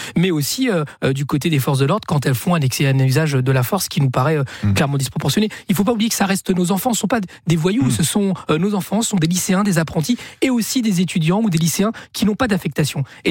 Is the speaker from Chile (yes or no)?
yes; Chile; now in France; puisque je ne suis pas né en France. Mais c'est quelque chose qui a eu lieu dans mon pays d'origine. Rappelez-vous, au Chili